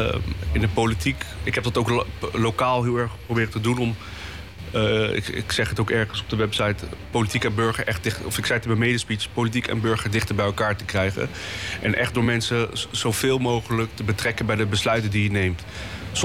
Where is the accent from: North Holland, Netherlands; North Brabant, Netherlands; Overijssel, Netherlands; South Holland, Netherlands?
South Holland, Netherlands; Leidschendam-Voorburg; also born or lived in Tunis; Van Leidschendam-Voorburg is mijn thuis, daar ben ik opgegroeid.